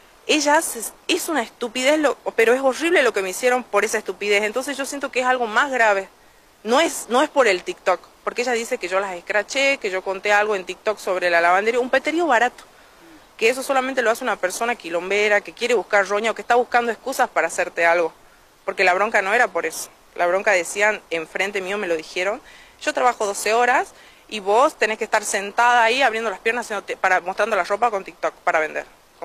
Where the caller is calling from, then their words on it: Las Heras, Argentina; Estoy viviendo ahí en Las Heras.